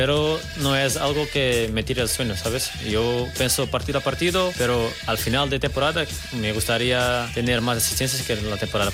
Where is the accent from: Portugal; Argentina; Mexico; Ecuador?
Portugal; Algarve; Spanish is a second language; now in Spain; Yo soy de sur de Portugal, Algarve, que es como un poco como aquí, como Almería.